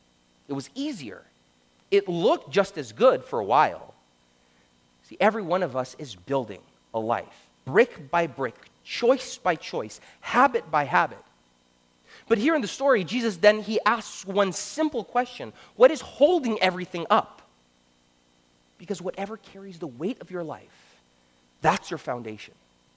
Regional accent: Brazil; moved away; And I'm from Brazil, all right?

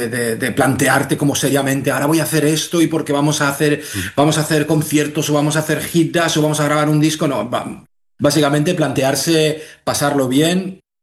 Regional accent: Vilanova, Spain; los tres somos de Vilanova y es mucho más fácil

